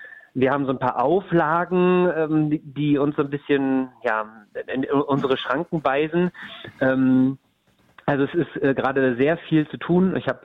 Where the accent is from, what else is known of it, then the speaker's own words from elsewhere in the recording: Neustrelitz, Mecklenburg-Vorpommern, Germany; also born or lived in Berlin / Madrid; gebürtig in Neustrelitz, habe dann nach dem Abitur in Berlin und in Madrid studiert, habe dort jetzt viel zu lange gearbeitet und bin jetzt gerade dabei, mit meinem Partner wieder zurück in meine Heimat zu ziehen, nach Mecklenburg-Vorpommern